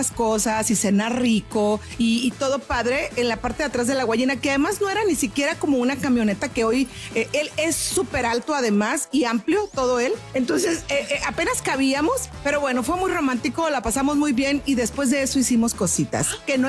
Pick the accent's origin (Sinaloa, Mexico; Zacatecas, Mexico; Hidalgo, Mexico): Sinaloa, Mexico; Guamúchil; en Guamuchil, porque soy de Guamuchil, no había ni moteles, ni hoteles, ni nada que termine en L's.